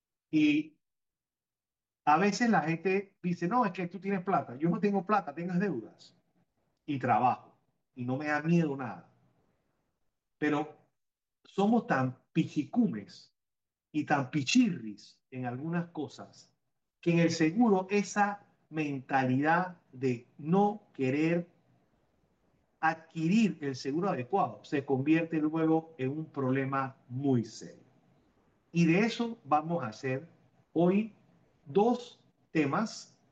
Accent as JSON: {"language": "Spanish", "country": "Panama", "said": "Orgullosamente panameño."}